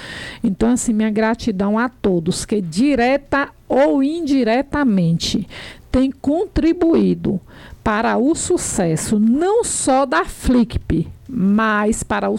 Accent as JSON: {"language": "Portuguese", "town": "Piritiba", "region": "Bahia", "country": "Brazil", "tie": "born there", "said": "Onde eu nasci e plantei a minha semente, onde eu constituí minha família."}